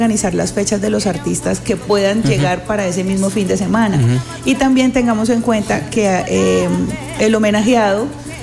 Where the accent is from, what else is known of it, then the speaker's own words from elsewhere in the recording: Meta, Colombia; also born or lived in Villavicencio, Meta / Bogotá; Yo soy villavicense de nacimiento, pero pues ya a casireña por adopción. Uh-huh. Toda mi vida ya estudié acá en Villavicencio